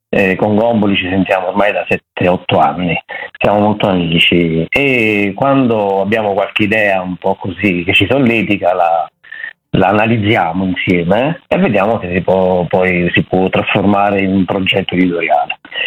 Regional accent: Campania, Italy; della nostra Campania

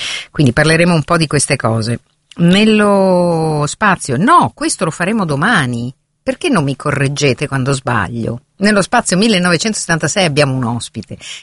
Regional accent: Milan, Lombardy, Italy; che sono cresciuta qui, lo vedi dal colorito verdastro che è caratteristico di tutti quelli che hanno fatto l'infanzia a Milano

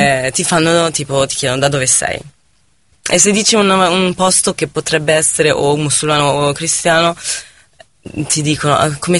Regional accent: North Governorate, Lebanon; accent: northern / Tripoli; Italian is a second language; moved away as an adult; also born or lived in Beirut; il tuo accento è del nord o è di Tripoli, e quindi lo sanno subito che non sei di Beirut

